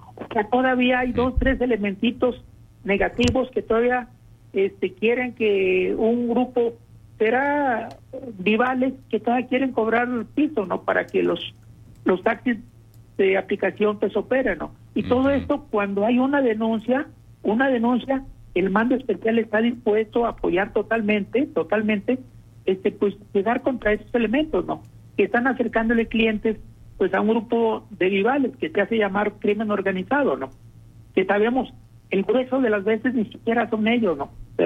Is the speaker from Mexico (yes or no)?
yes; La Laguna, Mexico; No somos de Gómez, no somos de Lerdo, no somos de Torreón. Somos laguneros.